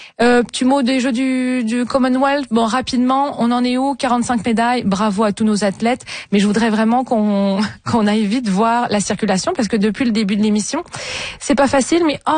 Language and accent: French; Trois-Rivières, Quebec, Canada; Et puis, chez nous à Trois-Rivières, les Aigles sont sortis vainqueurs hier soir